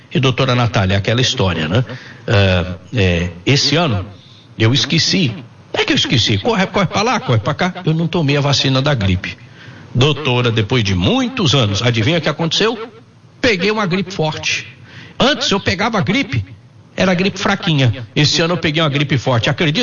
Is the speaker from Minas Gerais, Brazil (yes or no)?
yes; Minas Gerais, Brazil; born there; now in Campinas, Brazil; quando eu nasci, doutora, lá em Minas Gerais, morria muita criança